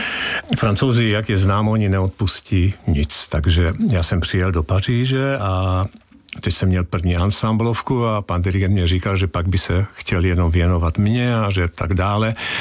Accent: Slovakia; accent: Slovak; first language Slovak; Czech is a second language; now in Czech Republic; Tak jak já i v češtině mám akcent pořád. Ten slovenský, ten měkký akcent tam zůstává.

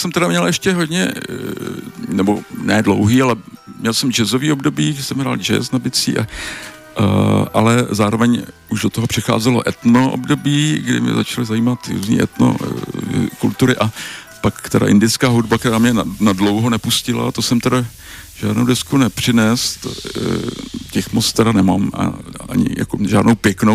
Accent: Plzeň, Plzeň Region, Czechia

